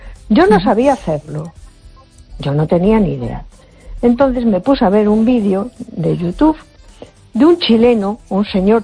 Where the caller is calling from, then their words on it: A Coruña, Galicia, Spain; de Coruña.